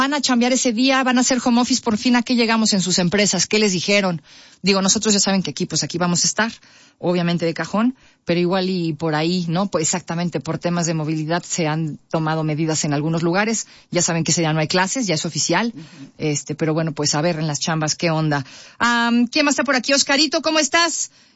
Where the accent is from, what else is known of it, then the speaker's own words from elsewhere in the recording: Mexico; Somos mexicanos, insisto